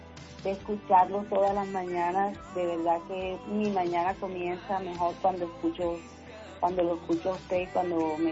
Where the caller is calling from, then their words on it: Plato, Magdalena, Colombia; Yo vivo en Plato, pero mis hijos viven en Barranquilla. Yo vivo acá sola